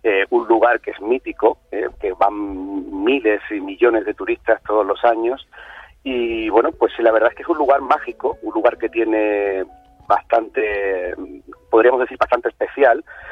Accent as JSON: {"language": "Spanish", "town": "Seville", "region": "Andalusia", "country": "Spain", "tie": "born or raised there", "said": "es el Cachorro del barrio de Triana, que sí, es mi barrio, donde yo nací y me crié."}